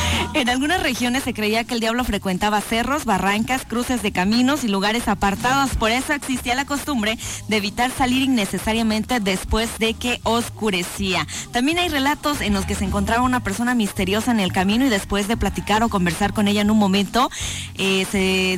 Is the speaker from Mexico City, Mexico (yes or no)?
no; Oaxaca, Mexico; Por allá de donde yo soy, hay un lugar que se llama San Bartolo Yautepec.